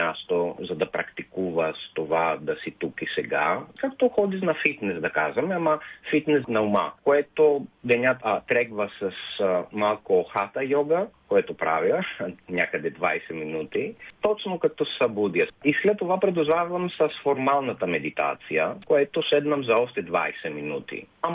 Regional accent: Athens, Attica, Greece; Bulgarian is a second language; Спрямо Атина. Аз съм от Атина.

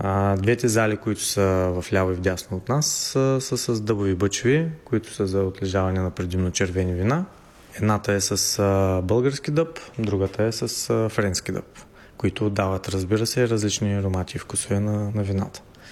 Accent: Silistra, Silistra Province, Bulgaria; also born or lived in Sofia; Аз специално съм завършил езикова гимназия в родния ми град Силистра, след това администрация и менеджмент в София

